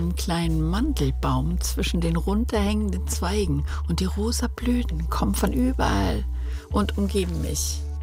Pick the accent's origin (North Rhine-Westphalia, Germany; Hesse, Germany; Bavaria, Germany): North Rhine-Westphalia, Germany; Dorsten; born or raised there